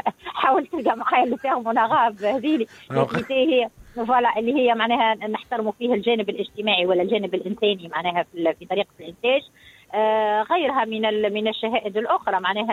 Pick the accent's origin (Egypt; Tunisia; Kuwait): Tunisia; انا تونسيه ونحب بلادي ونحب ناكل من خيرات بلادي.